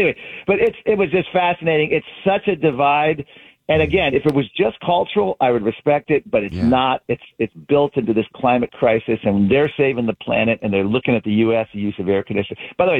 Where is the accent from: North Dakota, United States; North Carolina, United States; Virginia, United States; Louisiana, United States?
Virginia, United States; And I grew up in Virginia, so it was hotter. I had relatives in Pennsylvania and New Jersey. And growing up in the 60s, 70s